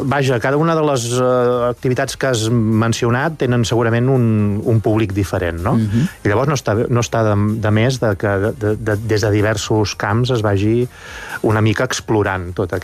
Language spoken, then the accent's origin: Catalan; Mataró, Catalonia, Spain; Mira, és que resulta que sóc del Maresme, sóc de Mataró.